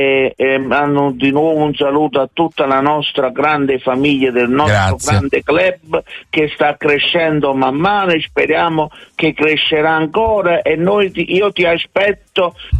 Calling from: Scafati, Campania, Italy

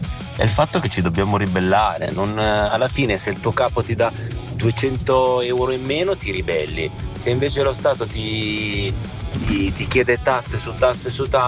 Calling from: Como, Lombardy, Italy

